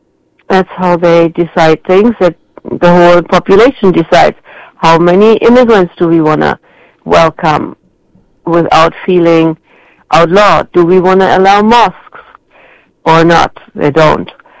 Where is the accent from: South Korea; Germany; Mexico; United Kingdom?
Germany; moved away as an adult; also born or lived in South America; now in Plainfield, United States; I grew up in Germany and lived there until I was 29, and then 2 years in South America teaching on a German school.